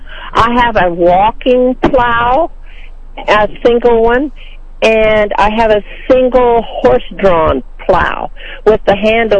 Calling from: Sedalia, Missouri, United States; my number is Sedalia, Missouri

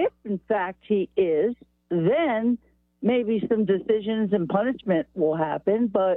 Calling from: Baltimore, Maryland, United States; I'm calling from Ravens. I'm calling from Ravens Nation in Baltimore.

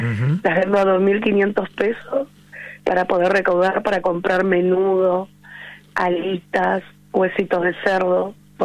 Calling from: Merlo, Buenos Aires Province, Argentina; Nosotros somos de Merlo, Pontevedra, barrio Las Torres.

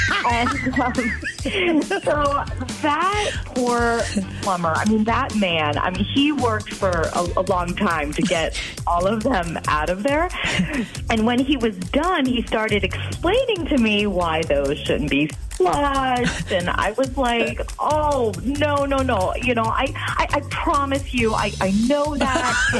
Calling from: Madison, Wisconsin, United States; I'm from Madison.

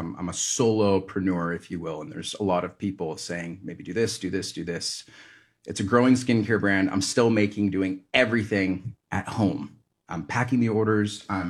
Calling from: Cardiff by the Sea, California, United States; I am calling from Cardiff by the Sea, California. It's a small little beach town here in North County, San Diego.

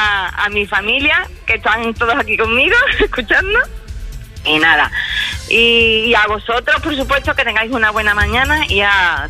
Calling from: Alcalá de Guadaíra, Andalusia, Spain; Llamo desde Alcalá de Guadaira.

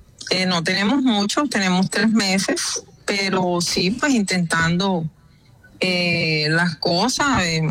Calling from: Barranquilla, Atlántico, Colombia; en mi casa, en el barrio, este es Betania.

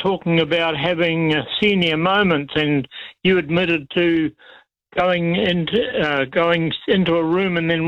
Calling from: Palmerston North, Manawatū-Whanganui, New Zealand; from Palmerston North.

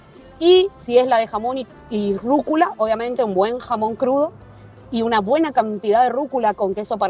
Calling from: Rivadavia, Argentina

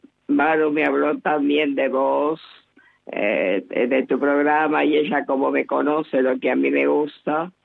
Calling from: Moreno, Buenos Aires Province, Argentina; de Moreno.

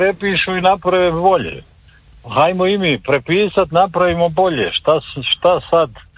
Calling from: Zagreb, City of Zagreb, Croatia; kod nas gore na Sljemenu

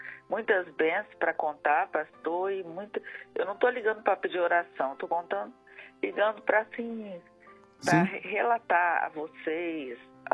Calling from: Serra, Espírito Santo, Brazil; Eu estou falando aqui do Parque Jacaraípe, da cidade da Serra, estado do Espírito Santo.

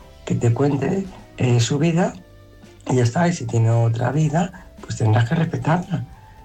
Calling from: Madrid, Community of Madrid, Spain; de Madrid.

